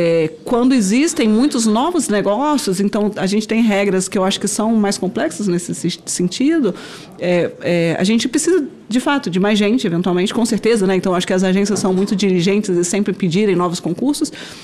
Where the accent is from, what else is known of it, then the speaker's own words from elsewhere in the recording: Brazil; enquanto brasileiros, a gente pode se orgulhar do que são hoje esses setores muito mais pujantes do que a gente sequer imaginava